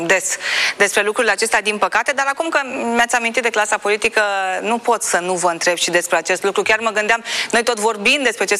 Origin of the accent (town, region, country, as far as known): Romania